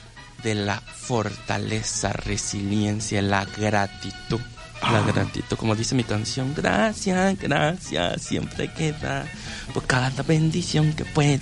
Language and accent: Spanish; Tlaxcala, Mexico; Ah, pero es porque vine de Tlaxcala.